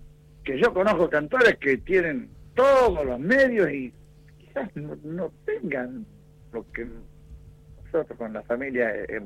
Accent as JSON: {"language": "Spanish", "town": "Las Flores", "region": "Buenos Aires Province", "country": "Argentina", "tie": "born or raised there", "moved": "as an adult", "lives_now": "Saladillo, Argentina", "said": "Así que bueno, me crié ahí en Las Flores hasta los 29 años, después me vine a Saladillo hace 41 que estoy"}